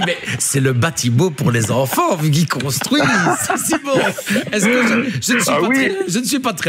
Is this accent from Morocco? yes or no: no; Belgium; je suis Belges